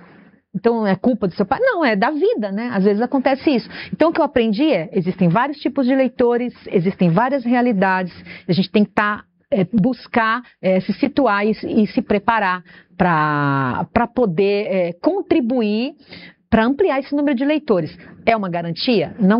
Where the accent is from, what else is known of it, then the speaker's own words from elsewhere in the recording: Japi, Rio Grande do Norte, Brazil; born there; also born or lived in Santa Cruz, Rio Grande do Norte; a minha família toda é de Japi, mas nasci em Santa Cruz, estava falando pro Vinícius no intervalo aqui, porque não tinha maternidade em Japi nos anos 70